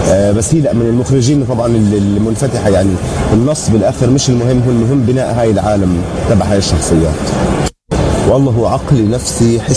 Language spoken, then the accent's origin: Arabic; Jordan; also born or lived in London